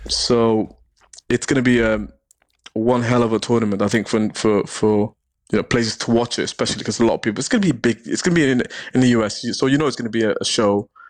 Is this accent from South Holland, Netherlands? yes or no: no; Amsterdam, North Holland, Netherlands; now in United Kingdom; I grew up in Amsterdam, in Holland